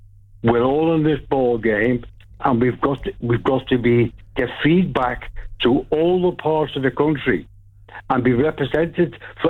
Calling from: Liverpool, North West England, United Kingdom; I'm from Liverpool, but that doesn't make any difference. So we're close by.

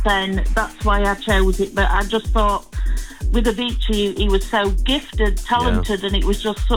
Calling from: Sheffield, Yorkshire and the Humber, United Kingdom; I'm calling from a little place of Greenhill in Sheffield.

